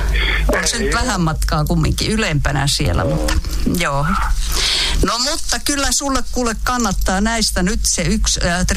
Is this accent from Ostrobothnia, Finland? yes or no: yes; Ostrobothnia, Finland; accent: Ostrobothnian; No mä puhun pohojalaista. En siis tämmöistä. Mä puhun samanlaista, kun puhutaan tuolla, sanotaanko nyt Kokkolaa.